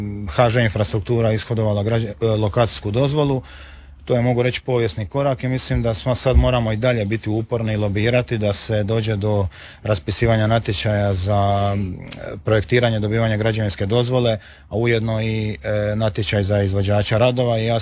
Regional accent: Bibinje, Zadar County, Croatia; accent: Bibinje dialect; U Bibinje. Književno je, znači, nismo u Bibinjama, nego u Bibinju. Ali naš dijalekt je u Bibinjan.

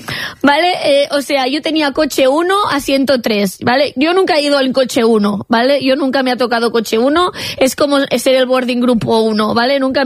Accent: Catalonia, Spain; yo pensaba que no podía ser más catalana, pues... pues ahora soy más catalana aún.

